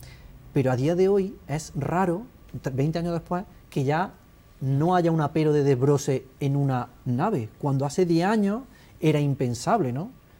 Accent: Jaén, Andalusia, Spain; somos de Jaén, estamos acostumbrados al olivar, tenemos mucha familia, muchos amigos

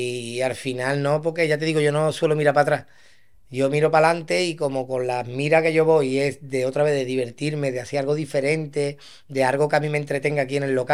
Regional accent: Andalusia, Spain; soy de San José

